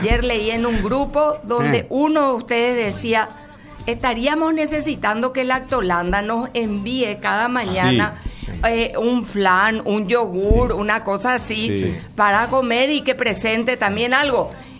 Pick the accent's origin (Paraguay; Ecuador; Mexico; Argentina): Paraguay; Somos paraguayos, somos valientes